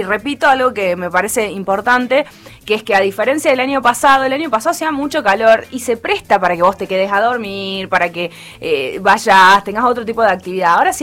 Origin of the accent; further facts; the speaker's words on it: Argentina; lo que nos pasa a los argentinos